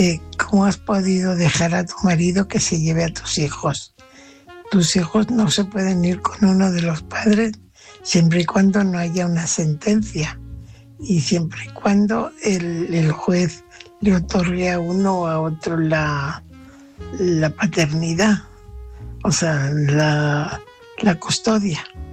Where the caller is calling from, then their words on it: Fuenlabrada, Community of Madrid, Spain; Hola, buenas noches. … corresponsal de Fuenlabrada.